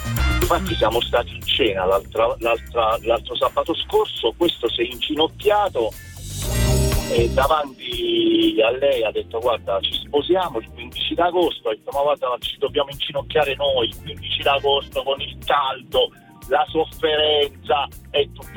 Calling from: Campobasso, Molise, Italy; Allora, sono di Campobasso, Molise.

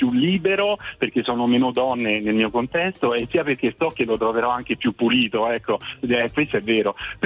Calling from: Rome, Lazio, Italy

